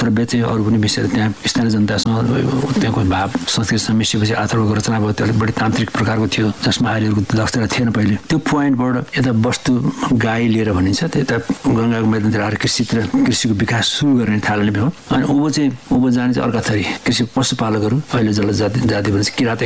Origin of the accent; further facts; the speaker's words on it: Bhojpur, Koshi Province, Nepal; अलिक पूर्व अझैतिर मेरो घर भोजपुर हो, अझै उता गएर सभा पोखरी, साल्पा पोखरी, यस्तो अनेक प्रकार पोखरीहरू छन्